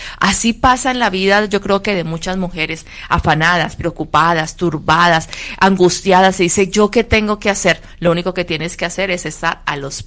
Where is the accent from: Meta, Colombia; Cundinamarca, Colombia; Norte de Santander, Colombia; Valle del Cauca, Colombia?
Meta, Colombia; born there; Dios me le bendiga desde la ciudad donde yo nací, se llama Casillas Meta, en Colombia, desde allí está conectadita